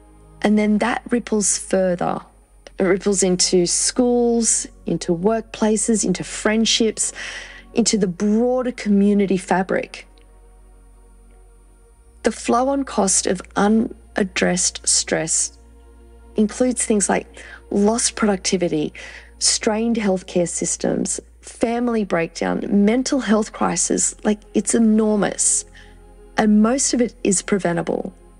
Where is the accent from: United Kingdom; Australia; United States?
Australia; New South Wales; I grew up in Central West New South Wales myself in a small country town of 264 people